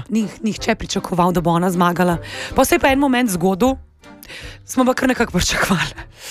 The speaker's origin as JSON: {"language": "Slovenian", "town": "Koper", "region": "Coastal–Karst", "country": "Slovenia", "said": "Jaz prihajam z Kopra."}